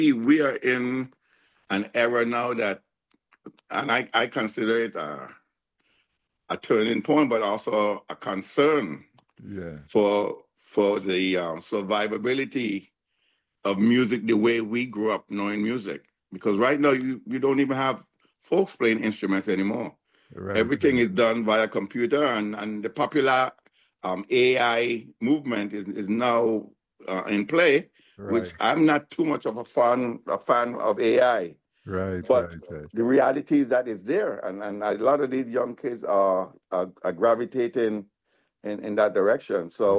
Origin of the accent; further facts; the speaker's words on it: Saint Croix, U.S. Virgin Islands; moved away; move to Washington, D.C., and then immediately joined the … with my colleagues, my buddies that I grew up with in St. Croix